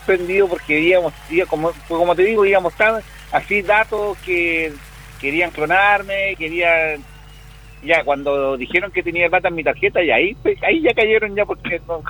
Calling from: Temuco, Araucanía, Chile; De aquí, de la República Hermana de Temuco

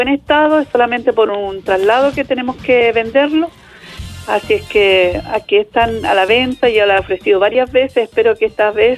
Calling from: Hualpén, Biobío, Chile; De Gualpén.

